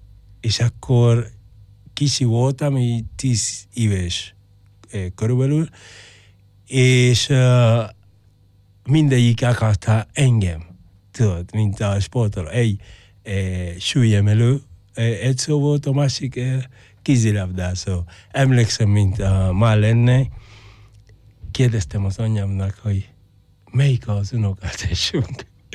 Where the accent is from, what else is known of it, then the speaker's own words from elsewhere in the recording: San Luis, Pinar del Río, Cuba; Hungarian is a second language; San Luisban születtem 12 éves koráig, és utána hogy mondom, elköltöztem Pinar del Rióba, a fő a székhelyi városba.